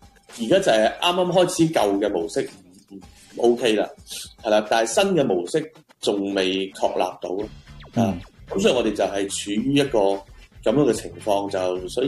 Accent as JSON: {"language": "Cantonese", "country": "Hong Kong", "said": "咁我係香港人啦，咁我係香港編劇，我係香港導演，"}